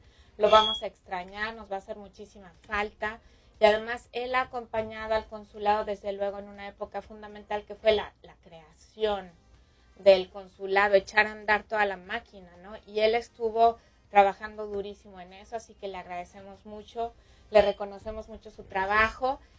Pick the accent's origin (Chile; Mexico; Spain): Mexico; now in Oklahoma, United States; somos los mexicanos